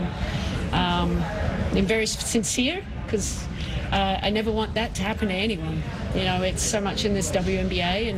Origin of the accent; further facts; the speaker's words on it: Australia; moved away; And it's no excuse that I'm from Australia. We have cultural differences. I've lived here long enough to know the issues that are in this country.